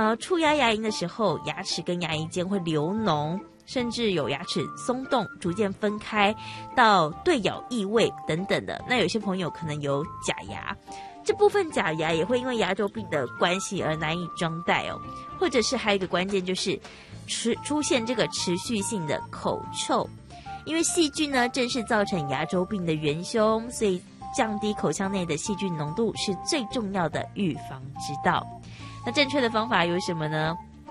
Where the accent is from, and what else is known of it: Taiwan